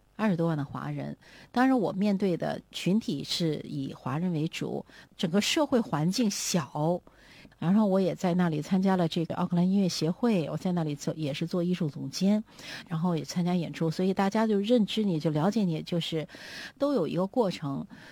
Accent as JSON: {"language": "Chinese", "region": "Beijing", "country": "China", "tie": "born or raised there", "moved": "as an adult", "lives_now": "New Zealand", "said": "我是北京人，土生土长的北京生、北京长。"}